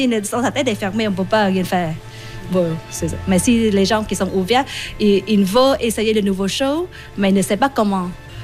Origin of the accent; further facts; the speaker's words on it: Vietnam; French is a second language; Je viens de Vietnam.